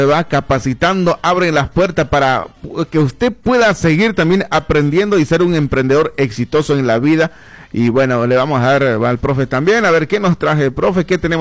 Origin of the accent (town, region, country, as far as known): Bolivia; now in Argentina